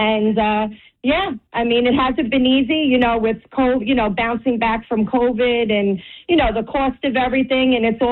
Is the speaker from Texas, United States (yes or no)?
no; Hoboken, New Jersey, United States; moved away as an adult; now in Clifton, United States; we grew up in Hoboken, my husband and I, and moved out to Sea Caucus.